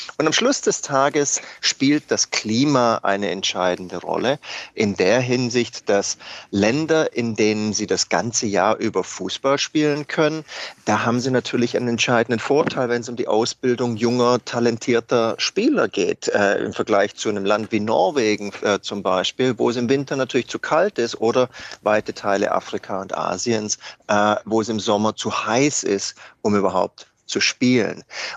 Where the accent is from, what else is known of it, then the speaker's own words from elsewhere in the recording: Germany; Ja, als Deutscher ist meine Prognose ein bisschen außergewöhnlich